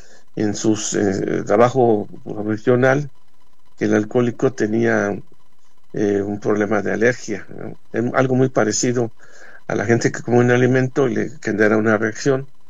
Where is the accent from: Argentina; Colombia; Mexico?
Mexico; soy muy mexicano, y como soy muy mexicano, muy patriota